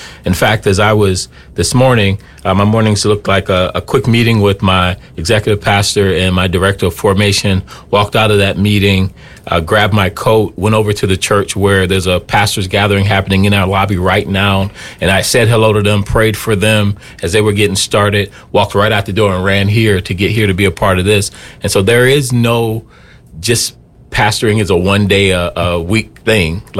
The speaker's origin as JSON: {"language": "English", "town": "Bowman", "region": "South Carolina", "country": "United States", "tie": "born or raised there", "moved": "as an adult", "lives_now": "Twin Cities, United States", "said": "born and raised outside of Charleston, small place called Bowman, South Carolina. My wife Shaniqua and I came here to the Twin Cities right out of college. So back in 2005"}